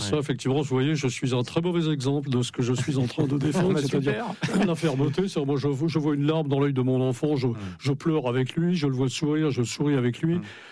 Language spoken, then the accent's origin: French; Brittany, France; c'est pas parce que je suis breton que je ne fais pas partie. Nous avons été vassalisés par l'histoire de France, mais breton malgré nous.